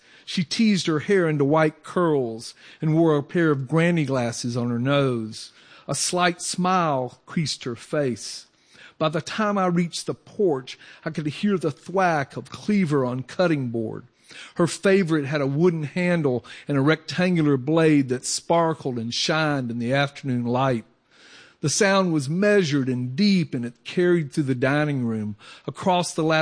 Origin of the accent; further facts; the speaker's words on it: Clinton, Georgia, United States; moved away; we're in Clinton, Georgia, where I grew up.